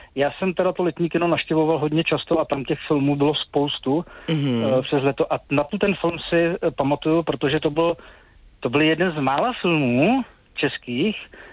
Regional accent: Plzeň Region, Czechia; born there; nejsem přímo z Plzně, teda nenarodil jsem se přímo z Plzně, ale kousek od Plzně.

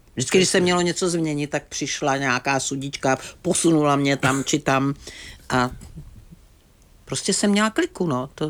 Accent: Prague, Czechia; born there; Narodila jsem se v Praze.

